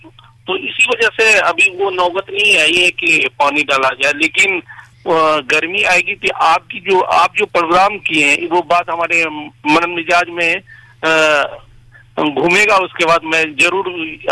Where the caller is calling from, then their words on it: Araria, Bihar, India; मैं अररिया बिहार से हूँ, जो कि हर दर्शना बाजार जिला अररिया बिहार से